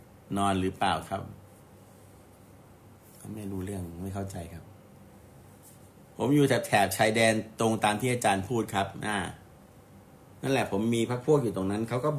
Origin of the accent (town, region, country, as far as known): Southern Thailand, Thailand